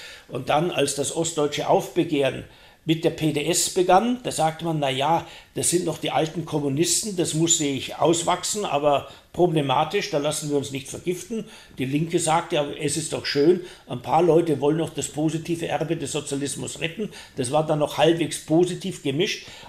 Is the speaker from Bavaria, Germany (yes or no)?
yes; Bavaria, Germany; Ich bin doch Bayer, das ist ein verschärfender Tatbestand.